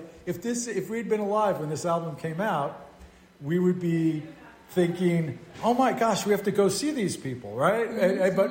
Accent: New York City, New York, United States; where I grew up in the Bronx was a very, very Irish area when I was growing up there.

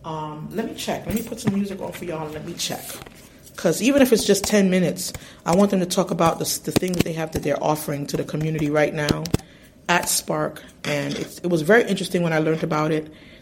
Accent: New York City, New York, United States; I'm from Brooklyn, y'all.

